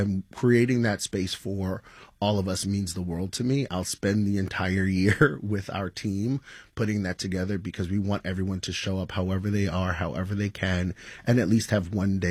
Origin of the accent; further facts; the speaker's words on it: New York, United States; I'm from New York, but I studied Thomas Jefferson a bit